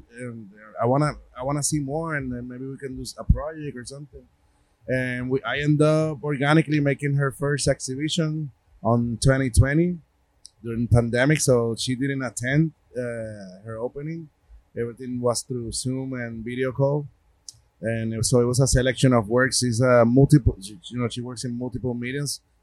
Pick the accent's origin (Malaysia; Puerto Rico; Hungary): Puerto Rico; accent: Puerto Rican; you know, my Puerto Rican accent, which I'm very proud of.